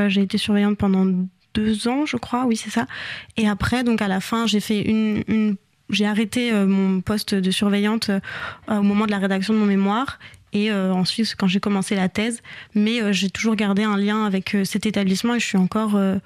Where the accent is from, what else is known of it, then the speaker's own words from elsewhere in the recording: Bourgogne-Franche-Comté, France; moved away; Moi, à la base, je viens donc de Bourgogne